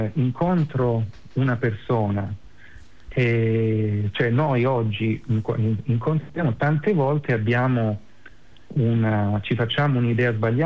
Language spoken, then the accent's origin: Italian; Calabria, Italy; nella mia terra in Calabria a Scilla